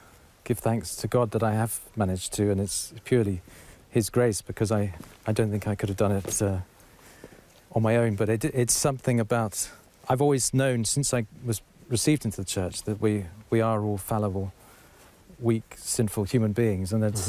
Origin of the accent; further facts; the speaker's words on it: Canterbury, South East England, United Kingdom; It was I was brought up Anglican in Canterbury, in fact.